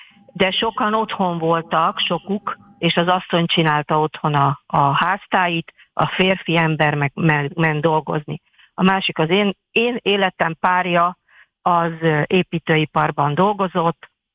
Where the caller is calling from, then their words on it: Budapest, Hungary; én elismerem pestiként